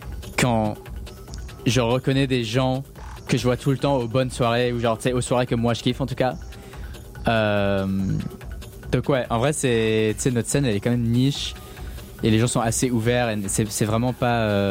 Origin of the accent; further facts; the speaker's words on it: Blackburn, North West England, United Kingdom; parce que j'ai grandi à Blackburn, c'est vraiment un patelin.